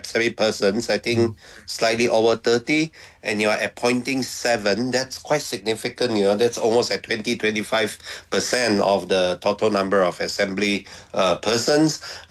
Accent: Sabah, Malaysia; my home state of Sabah

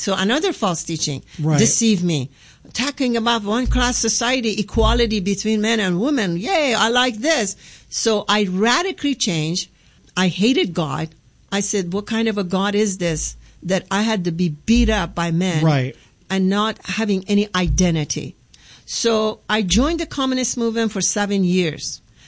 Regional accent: Iran; Well, I was born in an Islamic family. My father was a leader of a mosque.

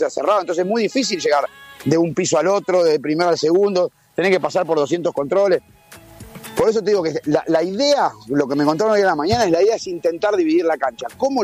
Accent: Argentina; acá viste cómo somos los argentinos

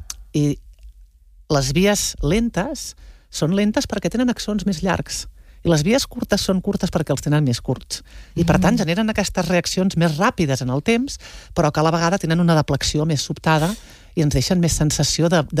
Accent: Prats de Lluçanès, Catalonia, Spain; Clar, tio, és que jo soc de Prats

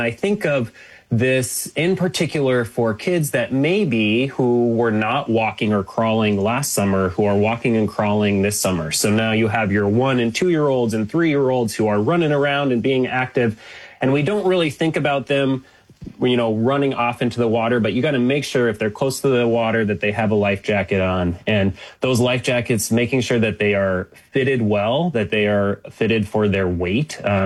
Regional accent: Federal Way, Washington, United States; I grew up in Federal Way and I love the Pacific Northwest.

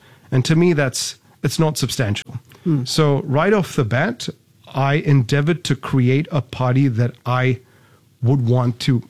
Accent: Singapore; I'm born and raised in Singapore.

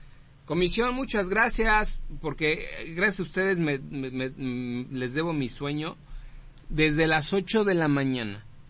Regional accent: Mexico; Eso quiere decir que hay un montón de porris y que somos muchos mexicanos.

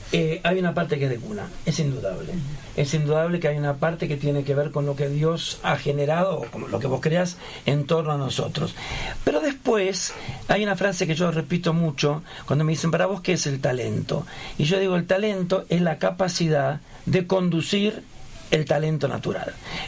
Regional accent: Córdoba, Argentina; Soy un cordobés nato

